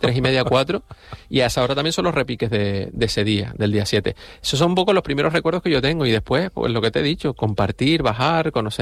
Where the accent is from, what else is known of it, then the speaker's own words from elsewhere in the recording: Güímar, Canary Islands, Spain; moved away; en Güímar, hace muchos años que yo no vivo en Güímar, y tampoco es que vaya todos los días para Güímar, ni mucho menos, pero uno se siente güimarero